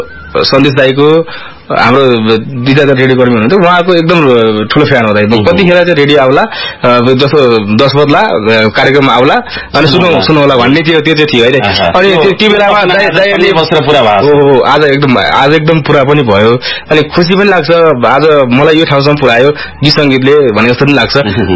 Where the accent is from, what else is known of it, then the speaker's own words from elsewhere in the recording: Gajuri, Bagmati, Nepal; now in Kathmandu, Nepal; होइन मेरो घर त धादिङ हो, तर म लामै समय काठमाडौँ बसेँ, लामो समयदेखि काठमाडौँ छु, घर त धादिङ हो नि दाइ, मेरो जन्मस्थान चाहिँ धादिङ हो।